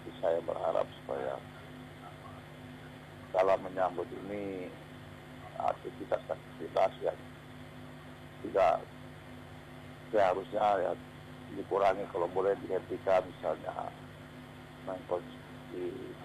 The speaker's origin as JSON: {"language": "Indonesian", "region": "Eastern Indonesia", "country": "Indonesia", "said": "sudah menjadi budaya bagi kami di kawasan timur"}